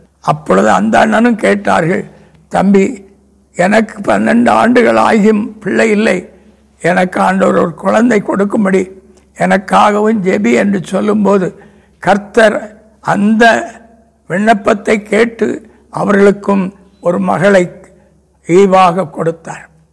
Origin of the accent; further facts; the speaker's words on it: Tamil Nadu, India; நான் சொந்த ஊராகி அந்த நாசிரியத்து பக்கத்தில் மூக்குப்பீறி என்னிடத்துக்கு போனேன்.